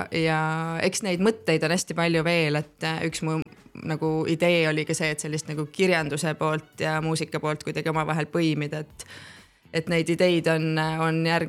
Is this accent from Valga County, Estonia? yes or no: no; Elva, Tartu County, Estonia; Ma käisin seal, ma olen ise Elvast pärit